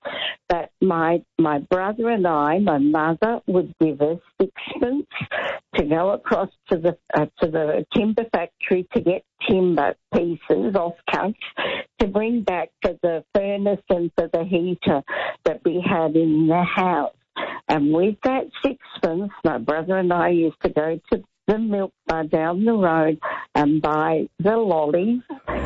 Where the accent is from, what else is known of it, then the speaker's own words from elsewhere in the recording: Western Australia, Australia; moved away; But it did remind me when we came to Melbourne from Western Australia. It was in 1956, and my parents bought a house in Young Street, Fitzroy